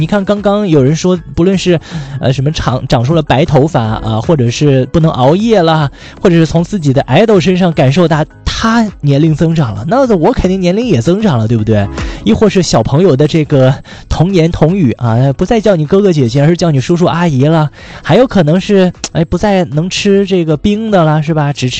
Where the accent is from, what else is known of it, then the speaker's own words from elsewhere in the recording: northern China, China; now in South China, China; 作为一个北方人来说呢，我感觉北方的蟑螂就没有那么大，北方的蟑螂小小的。来到了这个华南地区，来到了南方之后，我才发现